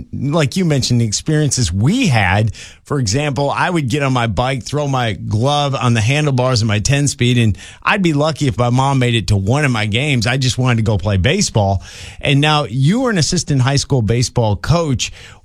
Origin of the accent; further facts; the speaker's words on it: Michigan, United States; Now, you grew up in Chicago. I grew up in Michigan.